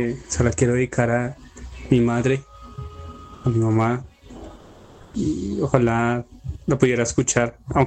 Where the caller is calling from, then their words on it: Bogotá, Colombia; Los escucho desde Bogotá.